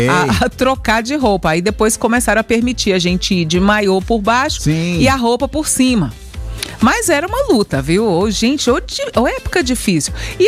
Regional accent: Minas Gerais, Brazil; born there; A gente que nasceu em Minas, sim. A gente é mineiro

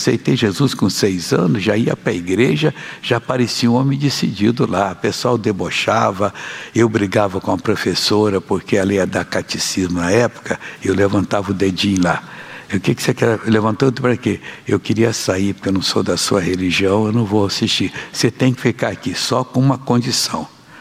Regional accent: Brazil; moved away; Tempo de inverno, lá na minha terra, é frio, é perto da Serra do Cafaraó.

